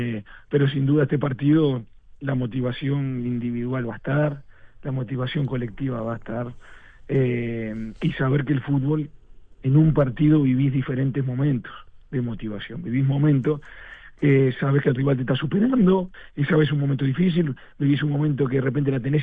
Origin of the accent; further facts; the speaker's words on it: Uruguay; moved away; nosotros somos uruguayos y nos gusta la motivación